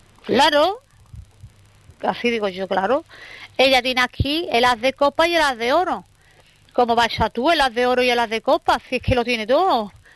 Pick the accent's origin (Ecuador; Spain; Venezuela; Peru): Spain; Alcalá; yo como soy de Alcalá, digo, pues si tienes gente donde tú te puedas ir, pues te vas tú.